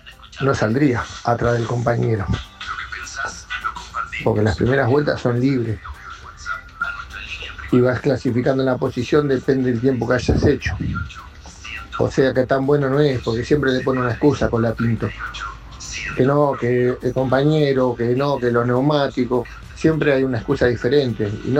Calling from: Argentina; somos todos argentinos

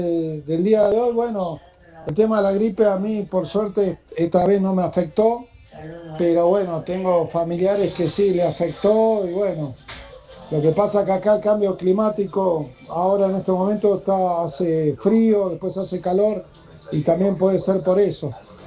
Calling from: Resistencia, Chaco, Argentina; ahora estoy acá en Resistencia Chaco.

